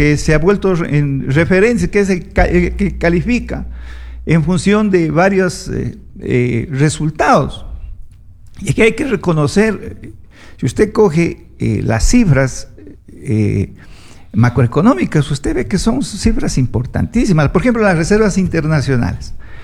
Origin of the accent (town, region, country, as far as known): Ecuador